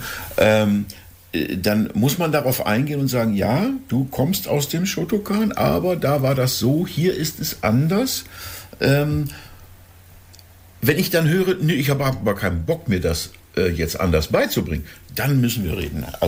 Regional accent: Northern Germany, Germany; Wir sind Norddeutsche, wir müssen den harten Ton ab.

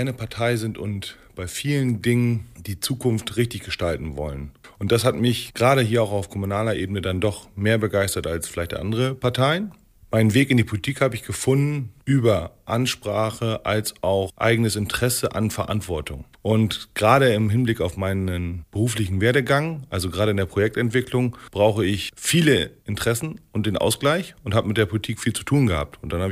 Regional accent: Wesuwe, Lower Saxony, Germany; ist sicherlich dann auch mein Heimatort Wesowe, sonst würde ich ja nicht hier wohnen wollen und ich habe mich ja ganz bewusst dafür entschieden. Wesowe hat genau das, was das Emsland prägt.

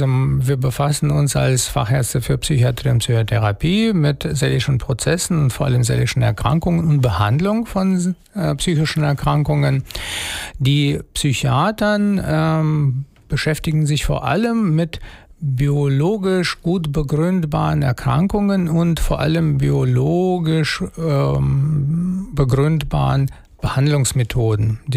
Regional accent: Moscow, Russia; German is a second language; moved away as an adult; now in Hameln, Germany; wie du schon erwähnt hast. Ich komme ursprünglich aus Moskau, aus Russland. Ich habe dort auch Medizin studiert und dann bin ich vor 27 Jahren nach Deutschland gekommen, aus beruflichen Gründen

